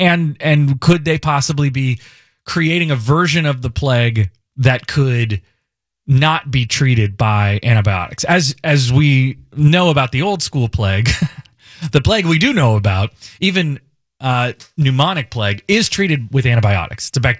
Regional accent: Indianapolis, Indiana, United States; moved away; my hometown of Indianapolis

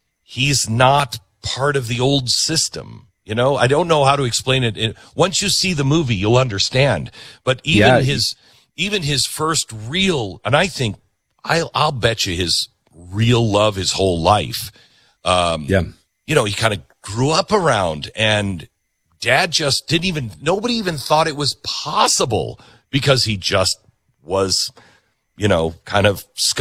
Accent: United States; I'm such an American that I never thought of George Washington having to go to the British and saying, hey, I could serve here.

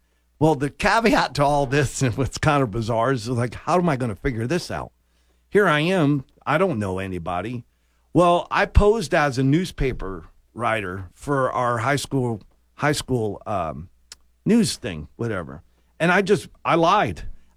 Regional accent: Florida, United States; born or raised there

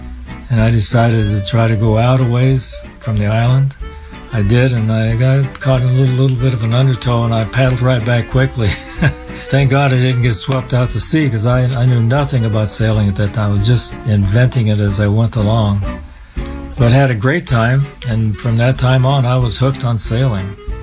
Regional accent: Kansas, United States; because growing up in Kansas, you don't get a chance to sail a lot.

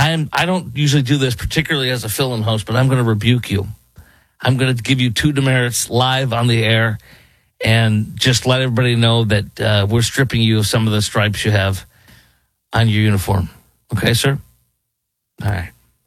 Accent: Michigan, United States; we're from Michigan while Jesse's in New York City.

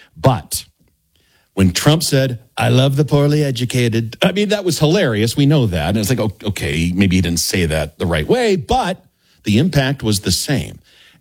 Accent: Michigan, United States; my home state, I know it better than any other state in the union. I grew up there. I know the politics of Michigan

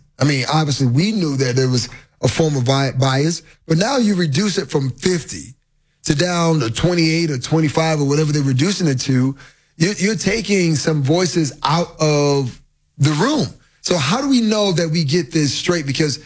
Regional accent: Miami, Florida, United States; There's a guy that I watched when I was a kid growing up in Miami

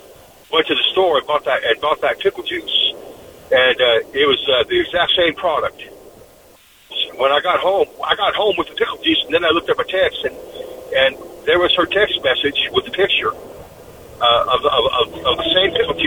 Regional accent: Oklahoma City, Oklahoma, United States; moved away; the Oklahoma State Fair, which was in my hometown

